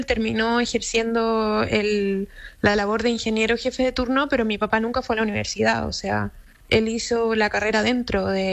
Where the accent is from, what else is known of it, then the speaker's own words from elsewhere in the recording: Chillán, Ñuble, Chile; Yo crecí en Chillán, mi papá ya no vivía en la población de la IANSA